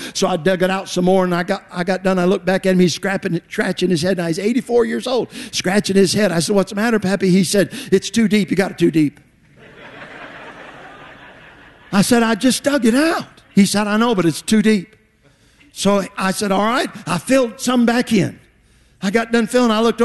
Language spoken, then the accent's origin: English; the North, United States; I was a Yankee as a Yankee can get.